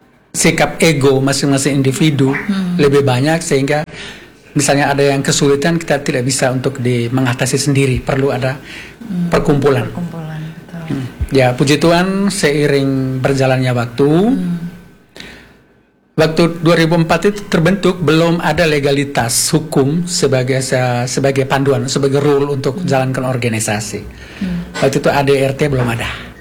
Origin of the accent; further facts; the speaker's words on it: Flores, East Nusa Tenggara, Indonesia; moved away; saya sebut kebetulan saya dari Kabupaten Ngada.